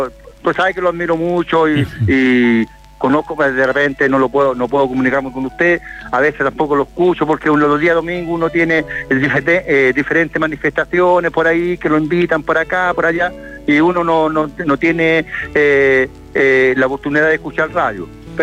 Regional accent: Curicó, Maule, Chile; moved away as an adult; also born or lived in Copiapó / San Felipe; yo estuve 18 años viviendo fuera de Curicó y estuve en Copiapó, en Quilpuela y San Felipe

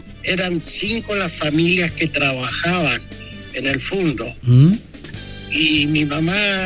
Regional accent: Longaví, Maule, Chile; born or raised there; now in Indianapolis, United States

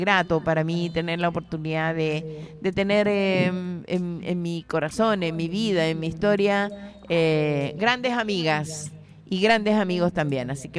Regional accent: Santa Cruz, O'Higgins, Chile; born there; saludos a Santa Cruz, mi ciudad natal.

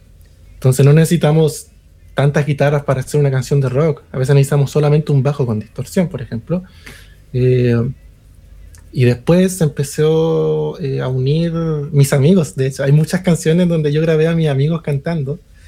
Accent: Tocopilla, Antofagasta, Chile; accent: northern Chilean (nortino); moved away as an adult; now in Santiago, Chile; en Santiago, yo fui nací y fui criado entre Antofa y Tocopilla, de hecho, que pasé gran parte de mi infancia en Tocopilla, y ya acá en Santiago llevo 2023, 24, 25, 26, casi 4 añitos acá

